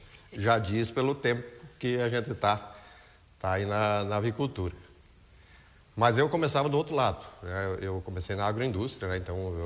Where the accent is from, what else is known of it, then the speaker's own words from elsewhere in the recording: Concórdia, Santa Catarina, Brazil; moved away as an adult; now in Pinhalzinho, Brazil; Isso em 87, eu vim para Pinhalzinho. Sou natural de Concórdia, né? Sou natural de Concórdia, me formei em 86